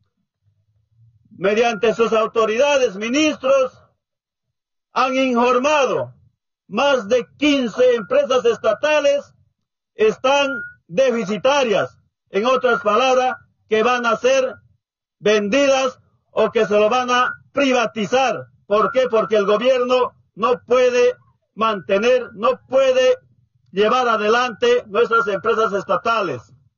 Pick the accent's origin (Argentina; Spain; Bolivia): Bolivia; Nosotros, como bolivianos